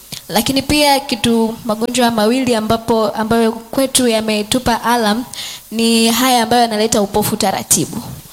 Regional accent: Morogoro, Tanzania; Mimi nimetokea Morogoro.

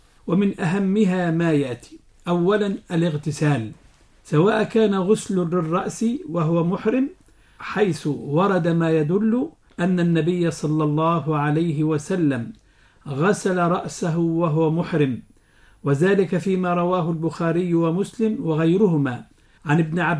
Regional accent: Egypt; وهو ما يعرف عندنا في مصر بالكمر

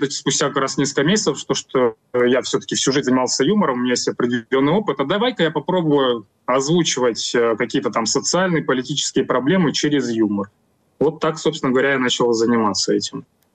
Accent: Russia; moved away as an adult; now in Georgia; я сам россиянин, и я до 25 года жил в России.

